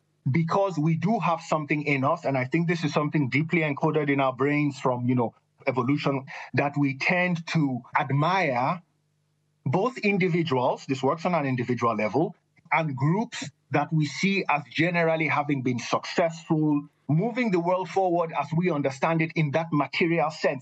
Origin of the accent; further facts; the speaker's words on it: Nigeria; When I was growing up in Nigeria, so my dad was Nigerian, my mom was Polish, so I grew up in 1990s Nigeria.